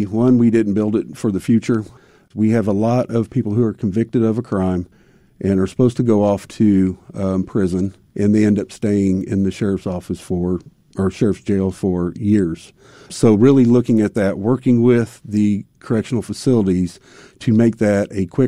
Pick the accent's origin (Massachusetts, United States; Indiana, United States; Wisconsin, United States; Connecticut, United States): Indiana, United States; Indianapolis; I was born and raised in Marion County.